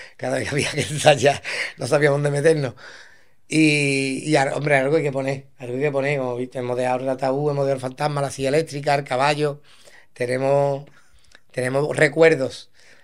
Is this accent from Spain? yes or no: yes; Andalusia, Spain; soy de San José